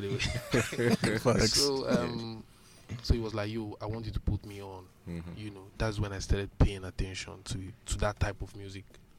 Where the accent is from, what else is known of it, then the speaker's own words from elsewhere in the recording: Enugu State, Nigeria; So the thing is, like, I grew up in Enugu State, right? I went to University of Nigeria, Enugu campus.